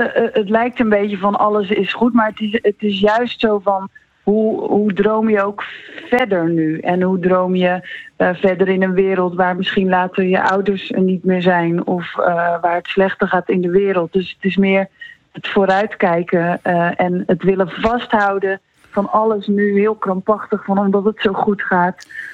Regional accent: Zeeland, Netherlands; accent: Zeeuws; Ja, ik had wel. Ik sprak wel Zeeuwser dan ik dacht.

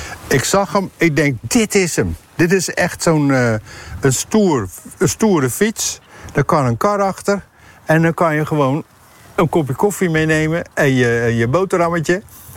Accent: South Holland, Netherlands; Ik ben opgegroeid aan de Nieuwe Waterweg. En toen ik een jaar of 10 was of zo, toen ging ik met mijn buurjongetjes natuurlijk struinen langs de oevers van de Nieuwe Waterweg.

